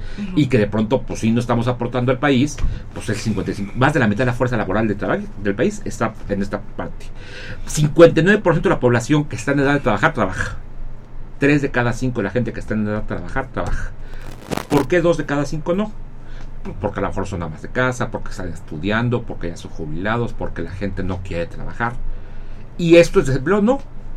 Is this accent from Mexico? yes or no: yes; Mexico